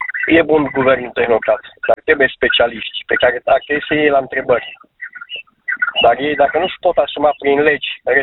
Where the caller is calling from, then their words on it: Dej, Cluj County, Romania; sunt de la Dej.